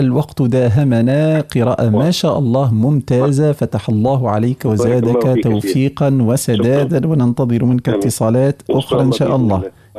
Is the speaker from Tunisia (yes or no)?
yes; Tunisia; accent: Tunisian; احنا بلهجتنا التونسية